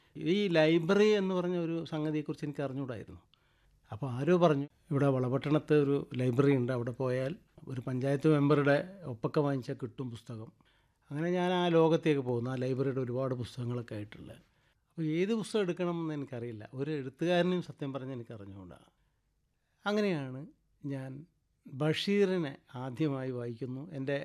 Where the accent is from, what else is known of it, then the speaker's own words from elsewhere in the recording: Kannur, Kerala, India; also born or lived in Valapattanam; ഞാൻ പറഞ്ഞു കണ്ണൂരിൽ നിന്നാണ്, ഇന്ന സ്ഥലത്തു നിന്നാണ്.